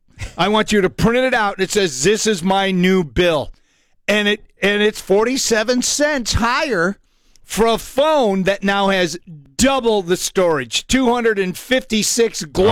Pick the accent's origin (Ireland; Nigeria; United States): Ireland; I went with green because I'm Irish.